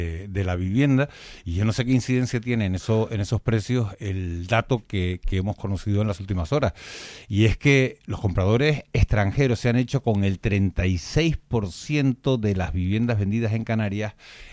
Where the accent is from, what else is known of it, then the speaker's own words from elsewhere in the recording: Colombia; tú cuando vas a comprar un alimento en Sudamérica, vengo de Colombia